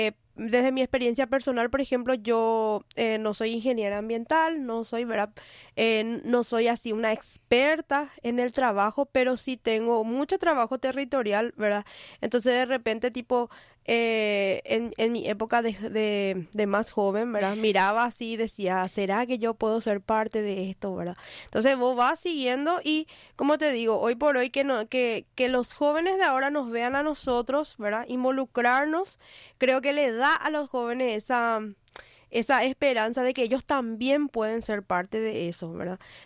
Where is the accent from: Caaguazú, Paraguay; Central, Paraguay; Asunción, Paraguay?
Asunción, Paraguay; pero yo soy del Bañado Sur, ¿verdad? Actualmente no estoy viviendo ahí, pero siempre mi corazón quedó ahí, ¿verdad?